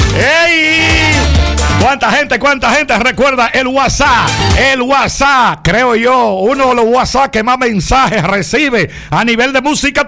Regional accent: Nagua, María Trinidad Sánchez, Dominican Republic; Acuérdate que soy de Nagua.

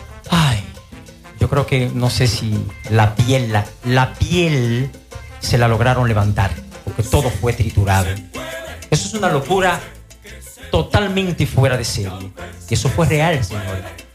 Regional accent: Moca, Espaillat, Dominican Republic; yo soy de Moca

